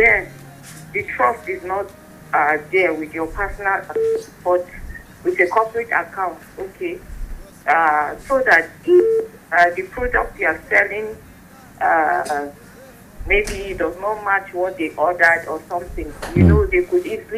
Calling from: Rayfield, Plateau, Nigeria; I'm calling from Rayfield.

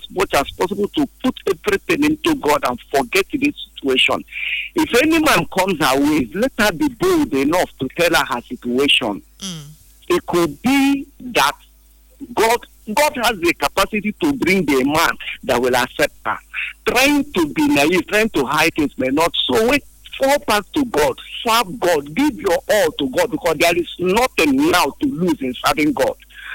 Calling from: Port Harcourt, Rivers, Nigeria; from Port Harcourt.

